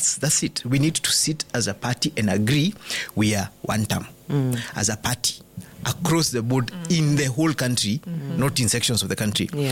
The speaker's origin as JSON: {"language": "English", "region": "Mount Kenya region", "country": "Kenya", "said": "I come from Mount Kenya"}